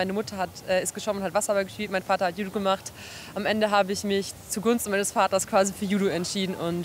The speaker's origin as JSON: {"language": "German", "town": "Hanover", "region": "Lower Saxony", "country": "Germany", "tie": "born or raised there", "said": "Ja, ich freue mich auf jeden Fall mega hier in Hannover, in meiner Heimat, endlich mal wieder einen Wettkampf zu haben."}